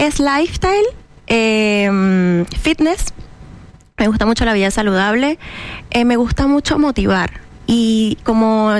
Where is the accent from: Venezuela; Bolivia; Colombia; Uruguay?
Venezuela; moved away; Yo soy de Venezuela